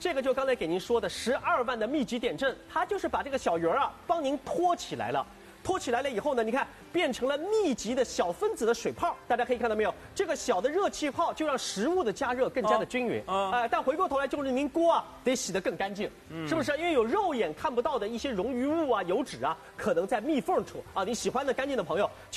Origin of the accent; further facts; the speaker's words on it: Shanghai, China; 咱们上海人特别喜欢用的这个